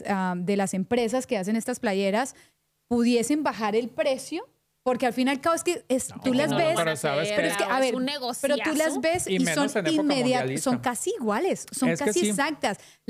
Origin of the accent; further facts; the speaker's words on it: Colombia; Soy colombiana.